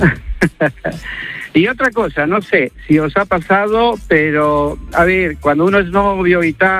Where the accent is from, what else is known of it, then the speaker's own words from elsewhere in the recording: Bolivia; No, no esperaba soy yo boliviano